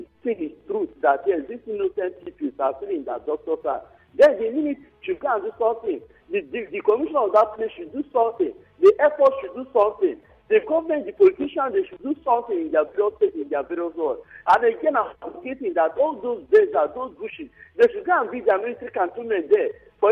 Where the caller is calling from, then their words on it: Nasarawa, Nigeria; I'm calling from Bujuma City, Nasarawa Local Government.